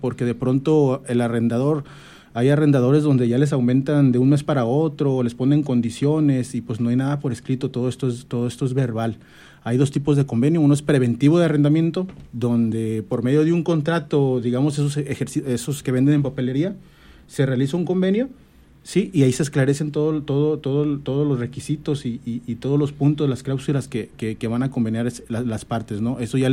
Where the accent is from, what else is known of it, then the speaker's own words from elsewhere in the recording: Guadalajara, Jalisco, Mexico; Mira, fíjate, maestra, que yo ya tengo 2 años y 3 años aquí en la región. Entonces, yo vengo de Guadalajara.